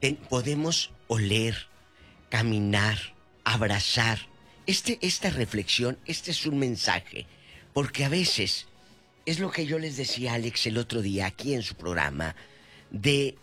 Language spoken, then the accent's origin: Spanish; Matamoros, Tamaulipas, Mexico; De Matamoros, de mi tierra.